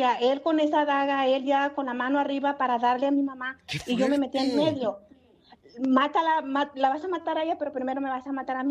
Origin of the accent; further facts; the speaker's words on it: Michoacán, Mexico; Yo soy del estado de Michoacán.